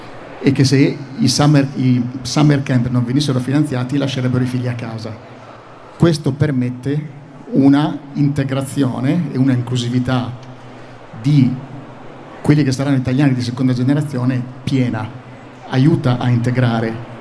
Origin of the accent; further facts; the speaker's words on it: Emilia-Romagna, Italy; sono romagnolo